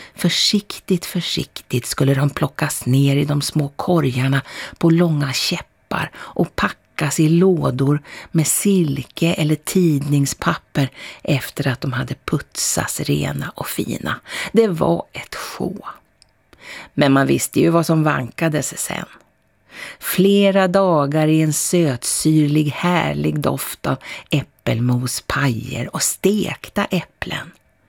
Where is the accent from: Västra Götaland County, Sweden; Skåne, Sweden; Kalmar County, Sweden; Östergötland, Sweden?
Östergötland, Sweden; nära Omberg hemma i Östergötland